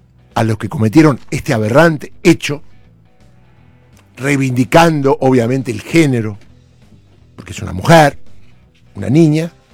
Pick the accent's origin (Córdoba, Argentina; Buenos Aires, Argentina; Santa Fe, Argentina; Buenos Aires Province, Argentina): Córdoba, Argentina; en esos barrios de Córdoba, yo soy cordobés, todos se conocen.